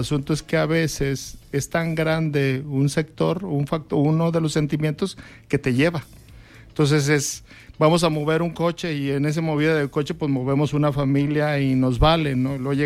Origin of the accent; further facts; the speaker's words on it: Mexico; yo me siento mexicano